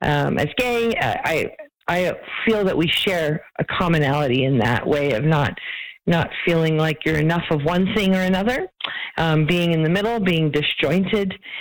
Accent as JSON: {"language": "English", "country": "Canada", "tie": "born or raised there", "also_born_or_lived": "Philippines", "said": "this immigrant kid who grew up here."}